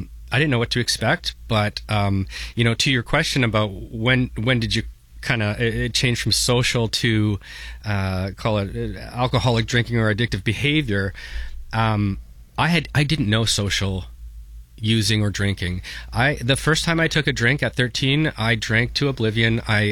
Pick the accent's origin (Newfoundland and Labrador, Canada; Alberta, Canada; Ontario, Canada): Ontario, Canada; St. Catharines; I grew up in St. Catharines.